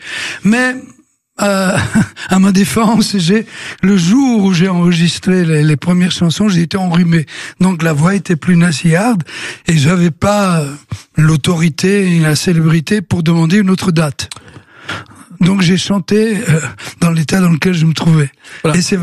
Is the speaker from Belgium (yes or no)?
yes; Belgium; parce que le directeur, chez nous en Belgique, s'appelait le préfet des études.